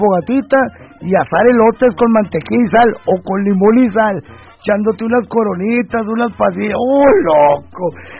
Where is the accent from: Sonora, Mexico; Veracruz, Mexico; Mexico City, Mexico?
Sonora, Mexico; Ciudad Obregón; moved away; yo vivía de morro en Obregón. Obregón está rodeado de siembras, parcelas